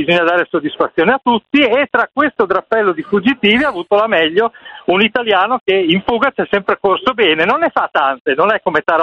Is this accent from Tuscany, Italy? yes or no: no; Ferrara, Emilia-Romagna, Italy; Perché vengo da Ferrara